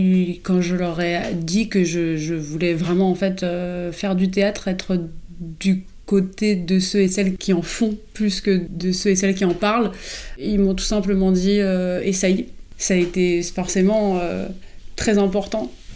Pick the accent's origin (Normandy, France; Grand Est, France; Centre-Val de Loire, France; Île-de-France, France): Île-de-France, France; Montrouge; Moi, j'ai grandi à Montrouge. En banlieue parisienne.